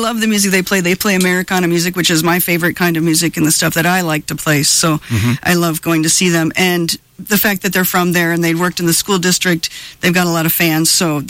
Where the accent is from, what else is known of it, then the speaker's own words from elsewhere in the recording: Ladysmith, Wisconsin, United States; So I am from Ladysmith